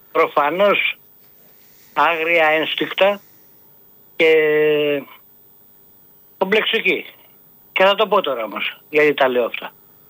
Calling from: Ios, South Aegean, Greece

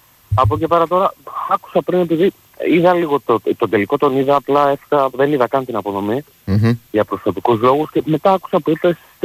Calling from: Nea Ionia, Attica, Greece; από τη Νέα Ιωνία. Πώς είσαι?

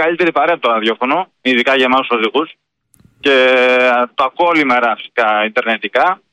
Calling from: Kavala, Eastern Macedonia and Thrace, Greece; Ναι, είμαι από Καβάλα.

